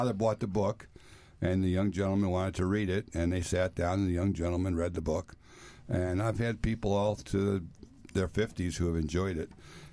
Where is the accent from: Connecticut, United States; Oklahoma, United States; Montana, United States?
Connecticut, United States; Danbury; the airport that I grew up at in Danbury, Connecticut.